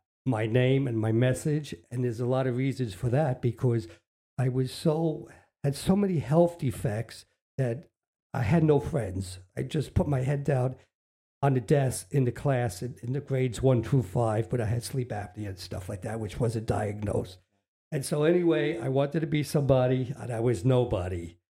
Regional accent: New York City, New York, United States; moved away as an adult; now in Staten Island, United States; No, I grew up in Brooklyn.

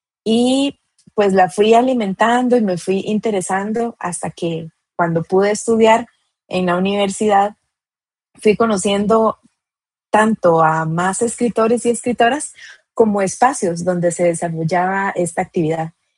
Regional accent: Costa Rica; soy de Costa Rica, tengo 39 años

